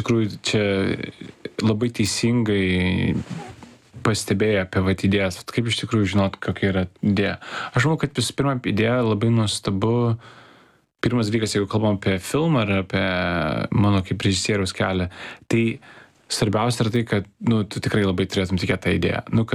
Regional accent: Vilnius, Vilnius County, Lithuania; Tai aš sakau, kai aš buvau mažas, aš kažkaip augau Pašilaičiuose, 20-ais buvo visai kitokie tie Pašilaičiai.

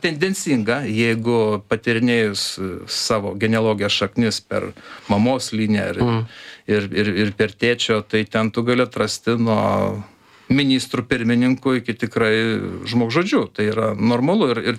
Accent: Anykščiai, Utena County, Lithuania; Na taip, mes labai susiję vieni su kitais, nes aš žiūrėjau, kai aš kilęs iš Anykščių, aš kaip parvažiuoju Anykščius

